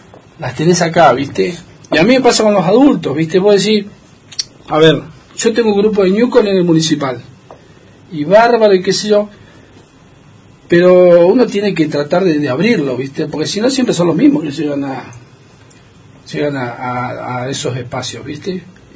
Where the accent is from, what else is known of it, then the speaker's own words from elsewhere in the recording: Argentina; somos argentinos